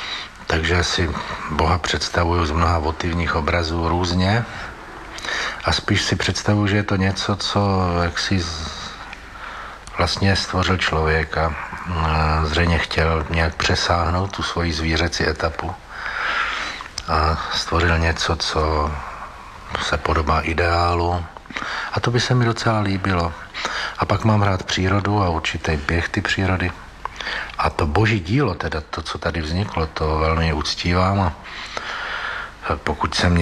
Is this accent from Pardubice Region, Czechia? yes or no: yes; Holice, Pardubice Region, Czechia; born there; Já jsem se narodil v Holicích v Čechách, tam je krásný kostel. Vlastně jediná věc, která tam je památná, je tenhle kostel.